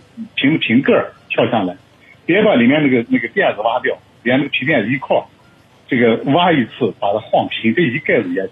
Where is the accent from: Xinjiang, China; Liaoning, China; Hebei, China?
Xinjiang, China; 我们新疆人在中午12点到12点半左右可能会有稍微有点的感觉饿